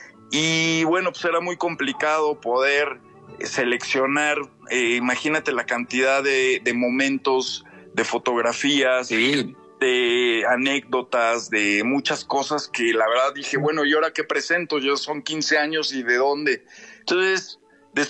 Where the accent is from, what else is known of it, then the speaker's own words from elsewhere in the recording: Mexico City, Mexico; born there; now in Aguascalientes, Mexico; mi madre es de aquí de Aguascalientes, yo nací en la Ciudad de México, pero bueno, pues tengo mucho cariño, ya tengo varios años viviendo aquí en Aguascalientes